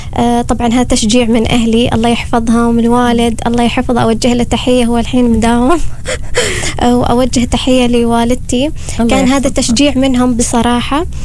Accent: Oman; خصوصا عندنا في عمان. يعني في عمان عندنا الحنة مرغوب بدرجة كبيرة

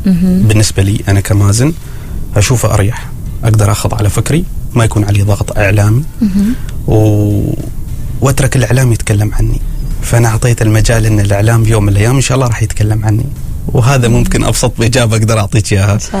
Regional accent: Oman; moved away as an adult

